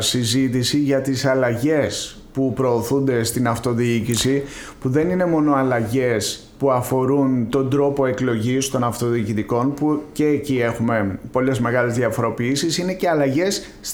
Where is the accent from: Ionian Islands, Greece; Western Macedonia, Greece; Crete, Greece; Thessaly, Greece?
Ionian Islands, Greece; Varypatades; now in Corfu, Greece; το χωριό μου στις Βαρυπατάτες